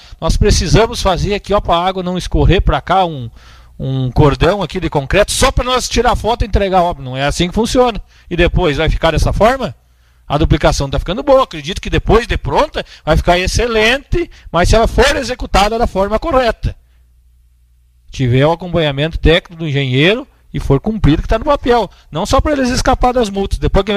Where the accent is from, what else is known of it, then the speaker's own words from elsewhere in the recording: Brazil; born there; moradores lá da Vila Assis, da minha comunidade, lá da minha vila, lá que eu nasci